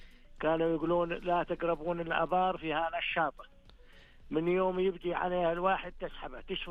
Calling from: Al Namas, Asir, Saudi Arabia; أكلمك من النماص.

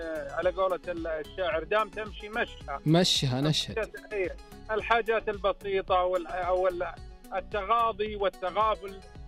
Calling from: Riyadh, Riyadh Province, Saudi Arabia; اكلمك من الرياض

